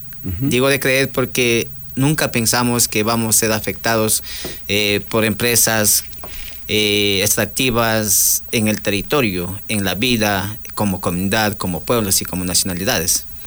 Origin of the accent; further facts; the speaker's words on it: Napo, Ecuador; soy presidente de la comunidad Quichua Ancestral, Zaguata y la San Clemente Chucapi, pertenecientes al cantón Carlos Julio de Osamena de la provincia de Napo